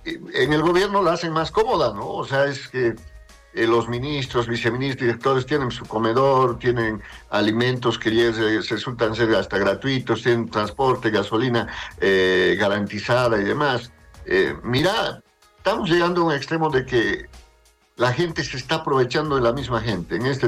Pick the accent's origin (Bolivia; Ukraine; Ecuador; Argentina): Bolivia; toda la plata que hemos perdido como bolivianos